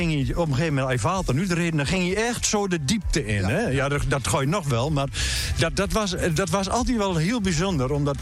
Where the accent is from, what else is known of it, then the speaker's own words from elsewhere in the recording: Kleindiek, Netherlands; Ik vind het altijd zo bijzonder, want ik kom dan van Kleindiek, oorspronkelijk.